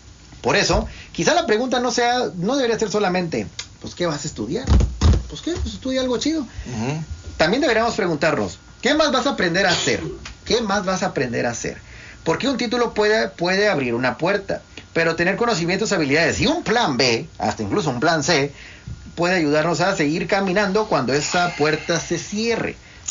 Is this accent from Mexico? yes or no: yes; Ciudad Victoria, Tamaulipas, Mexico; born there; also born or lived in Reynosa